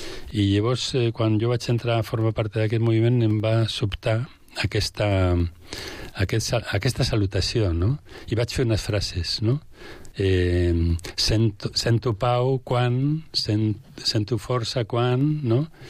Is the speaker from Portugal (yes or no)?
no; Santoña, Cantabria, Spain; born there; al poble del naixement, Santonya, que vaig estar, vam fer ja una activitat, no? Pujant al Monte Buciero